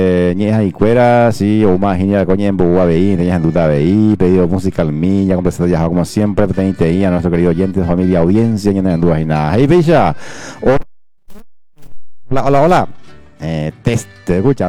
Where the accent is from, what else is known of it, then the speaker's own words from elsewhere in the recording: Paraguay; como buen paraguayo que somos